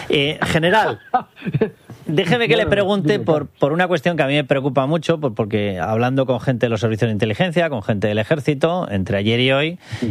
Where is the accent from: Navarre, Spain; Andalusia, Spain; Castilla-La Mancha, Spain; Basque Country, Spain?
Navarre, Spain; Yo soy navarro, tú eres castellano, lo que somos los dos somos españoles.